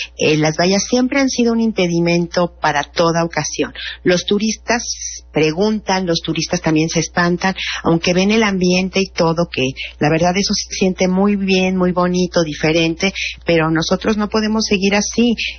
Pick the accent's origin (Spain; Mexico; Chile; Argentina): Mexico; Y me siento como mexicana tan impotente.